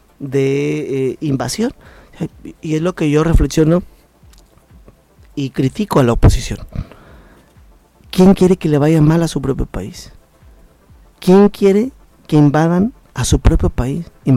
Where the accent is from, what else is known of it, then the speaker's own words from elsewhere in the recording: Mexico; Frente a esto, debemos de defender como mexicanos, porque más allá de las diferencias, Edgar, de partido, de color, de ideología, estamos en una misma nación.